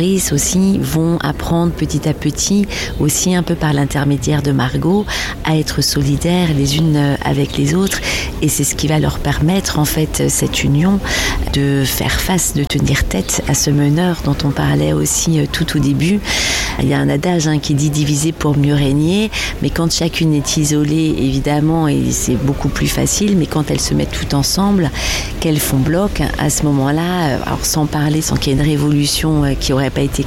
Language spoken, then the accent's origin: French; Brittany, France; Moi, je suis originaire de Bretagne